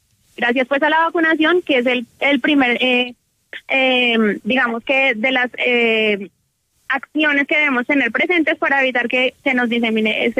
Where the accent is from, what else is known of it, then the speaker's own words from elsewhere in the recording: Colombia; Lo que pasa es que nosotros como colombianos